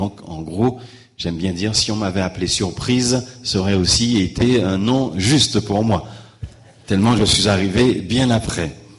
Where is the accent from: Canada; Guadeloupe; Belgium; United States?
Guadeloupe; moved away as an adult; now in Seine-Saint-Denis, France; Je suis originaire de la Guadeloupe. J'ai été ordonné le 27 juin 2004 pour le diocèse de Saint-Denis. Donc je quitte la Guadeloupe en 1995. Je suis le dernier de 8 enfants